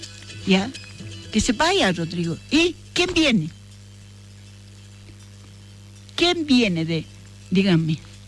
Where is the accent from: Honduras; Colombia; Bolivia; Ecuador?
Bolivia; Eso parte desde nosotros como bolivianos.